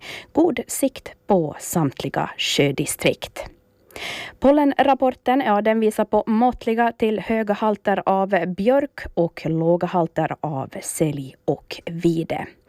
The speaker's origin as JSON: {"language": "Swedish", "town": "Karis", "region": "Uusimaa", "country": "Finland", "tie": "born or raised there", "moved": "yes", "lives_now": "Åland, Finland", "said": "Min hemmastad, där jag är född och uppvuxen, alltså Karis, fyller 700 år i år."}